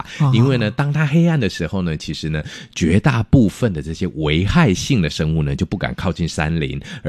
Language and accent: Chinese; Chiayi, Taiwan; 在我们嘉义那边